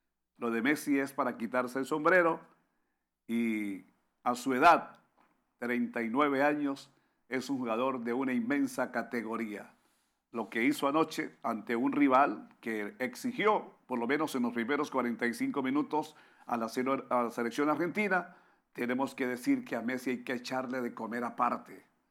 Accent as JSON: {"language": "Spanish", "country": "Colombia", "said": "entre mi país, entre mi tierra querida Colombia y Uzbekistán."}